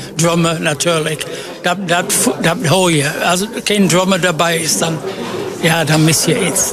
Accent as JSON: {"language": "Dutch", "region": "England", "country": "United Kingdom", "tie": "born or raised there", "moved": "yes", "said": "Ik ben 48 geboren, dus ben ik een jong van de 60e, 70 muziek. En ik ben opgegroeid in Engeland"}